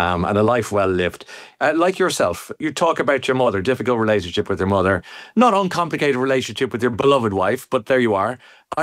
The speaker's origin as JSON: {"language": "English", "country": "Ireland", "said": "as an Irishman"}